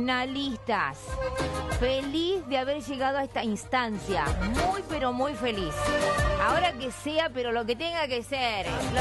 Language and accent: Spanish; Argentina; ¡Qué groso que somos, argentinos!